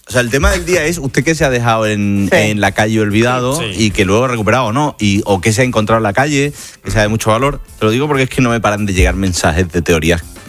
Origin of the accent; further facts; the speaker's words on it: Seville, Andalusia, Spain; Sabéis que evidentemente soy de Sevilla.